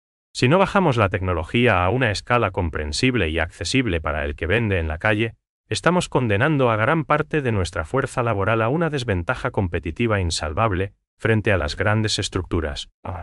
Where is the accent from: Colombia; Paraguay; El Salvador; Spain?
Paraguay; esa calidez que nos identifica como paraguayos.